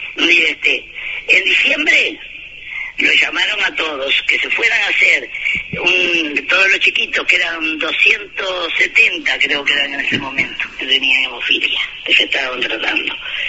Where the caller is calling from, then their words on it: Montevideo, Uruguay; Te hablo de Nuevo París.